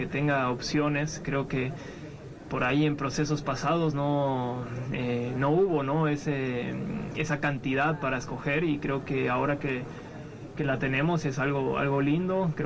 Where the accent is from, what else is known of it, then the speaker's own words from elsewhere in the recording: Mexico; A ver, somos mexicanos, somos familia y yo quiero lo mejor para él.